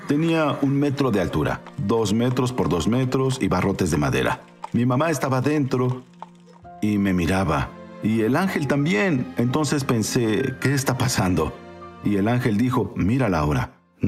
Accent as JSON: {"language": "Spanish", "country": "Canada", "said": "Yo soy de Canadá y es invierno."}